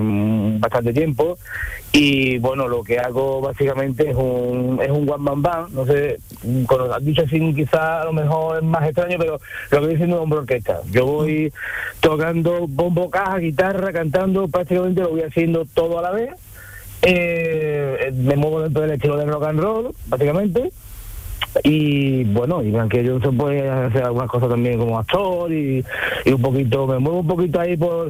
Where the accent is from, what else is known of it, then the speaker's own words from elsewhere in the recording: Ronda, Andalusia, Spain; yo soy de Ronda.